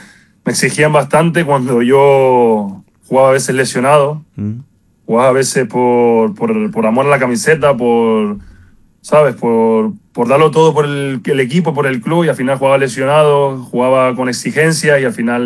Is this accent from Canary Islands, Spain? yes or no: yes; Canary Islands, Spain; mi mayor ilusión era estar en mi isla, en mi tierra